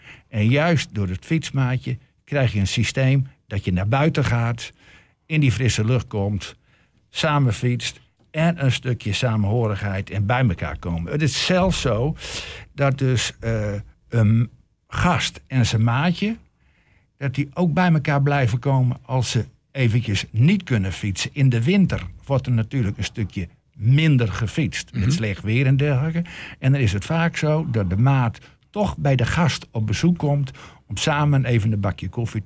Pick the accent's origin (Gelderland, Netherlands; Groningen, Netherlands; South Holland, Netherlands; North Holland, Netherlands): Groningen, Netherlands; accent: Low Saxon; Ik kom uit het oosten van Groningen.